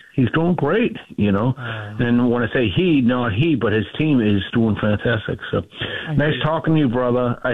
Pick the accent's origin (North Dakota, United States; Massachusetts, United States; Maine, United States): Massachusetts, United States; Boston; they're like, oh, I'm not, because we're from Boston.